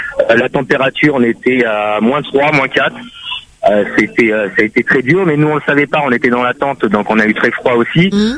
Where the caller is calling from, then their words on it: Saint-Pierre, Réunion; Nous, on descend, on est de Saint-Pierre, donc on doit descendre absolument sur Saint-Pierre.